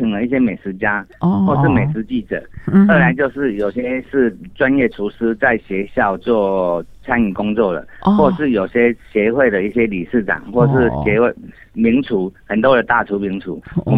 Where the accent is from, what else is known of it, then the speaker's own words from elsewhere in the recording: Taiwan; 我们台湾人